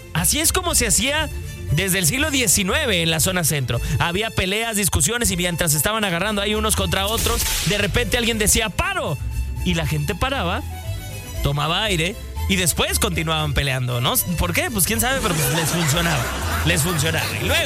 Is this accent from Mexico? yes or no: yes; Mexico